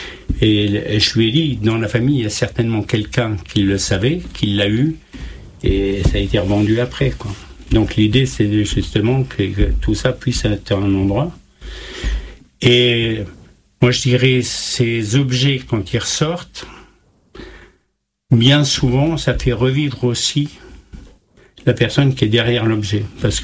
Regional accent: Xaronval, Grand Est, France; chez nous, à Xaronval

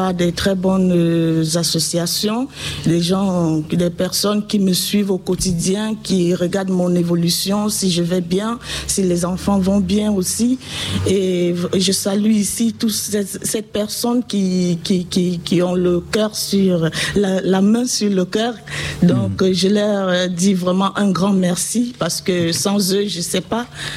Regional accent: Anglophone Cameroon, Cameroon; now in France

